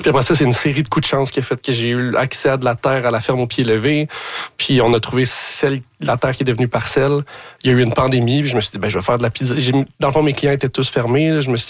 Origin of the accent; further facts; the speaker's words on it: Montreal, Quebec, Canada; je suis pas du tout quelqu'un de la campagne. J'ai grandi à Ville-Saint-Laurent, Montréal.